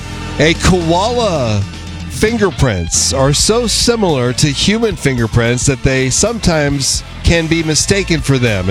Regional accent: Oregon, United States; it was my home state of Oregon.

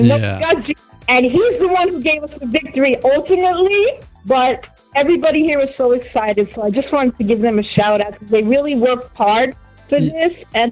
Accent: Queens, New York, United States; I'm from Queens.

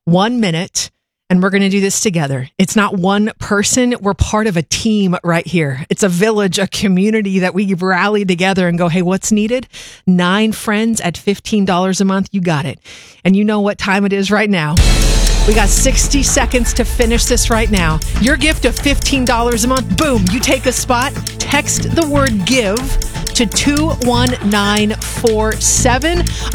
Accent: Boring, Oregon, United States; I'm from Boring, Oregon.

